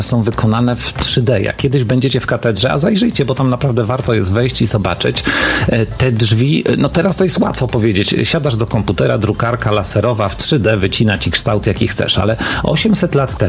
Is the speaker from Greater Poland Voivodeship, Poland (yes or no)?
no; Płock, Masovian Voivodeship, Poland; tutaj u nas w Płocku